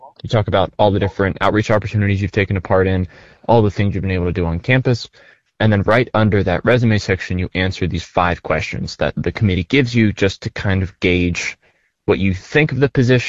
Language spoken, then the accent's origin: English; Bridgeport, West Virginia, United States; since I was tiny, growing up in Bridgeport and taking all those school field trips up to Morgantown at WVU meant that WVU became my image of college.